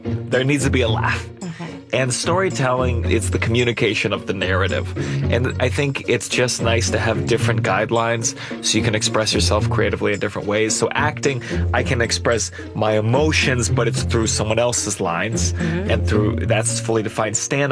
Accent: New York City, New York, United States; I'm from New York City.

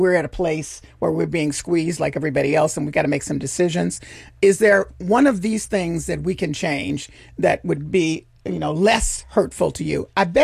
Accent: Memphis, Tennessee, United States; I don't care where it is. I'm from Memphis.

